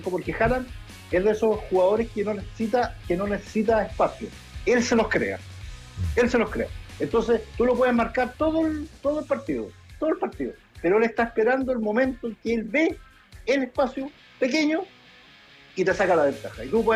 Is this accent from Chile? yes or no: yes; Chile; uno como chileno dice